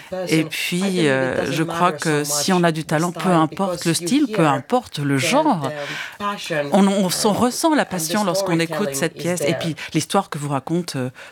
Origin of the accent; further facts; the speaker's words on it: Finland; also born or lived in Ukraine; Je suis ukrainienne, comme vous l'avez dit, mais c'est vrai que j'ai vécu toute ma vie en Finlande.